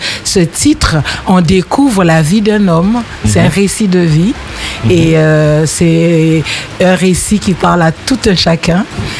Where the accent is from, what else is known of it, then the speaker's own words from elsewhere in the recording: Guadeloupe; je suis une Guadeloupéenne.